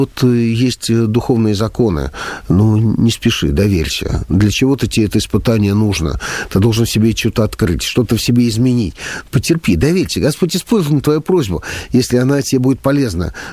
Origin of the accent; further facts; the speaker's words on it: Zhukovsky, Moscow Oblast, Russia; Я знаю, я сам из Подмосковья, я из Жуковского.